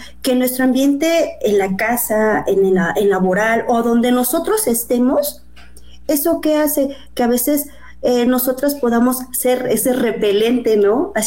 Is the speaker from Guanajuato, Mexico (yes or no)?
no; Chiapas, Mexico; vengo de Chiapas